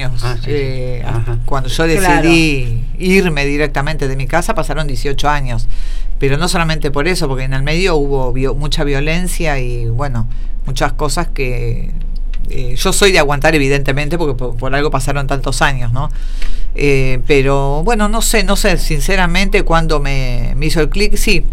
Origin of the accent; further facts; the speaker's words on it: Buenos Aires, Argentina; moved away as an adult; also born or lived in Luján; now in General Rodríguez, Argentina; Nosotros somos de Capital, pero de Capital nos mudamos a Luján, vivimos 3 años, y bueno, cuando hubo que venir, no, yo siguiendo a mi ex marido, yo no decidí nada, no decidía nada. Bueno, él decidió de que teníamos que venir a General Rodríguez